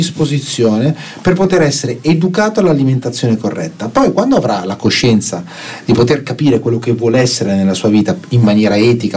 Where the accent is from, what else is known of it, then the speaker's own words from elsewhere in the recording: Apulia, Italy; io solo vengo dalla Puglia